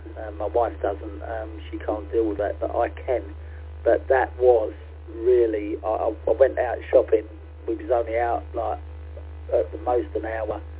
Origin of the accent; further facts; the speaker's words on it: London, United Kingdom; now in Hull, United Kingdom; I don't come from Hull, as you can most probably appreciate by my voice. I come from London. I'm an East Ender